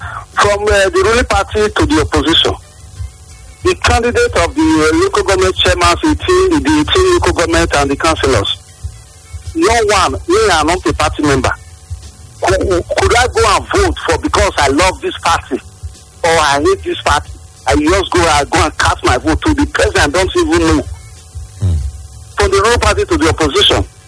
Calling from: Benin; I'm calling from Benin.

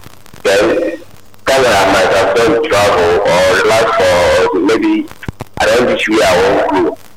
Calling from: Lagos, Nigeria; so I'm calling from Lagos.

